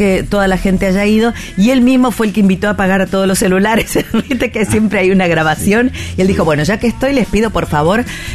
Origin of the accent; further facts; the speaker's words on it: Rosario, Santa Fe, Argentina; qué público somos los rosarinos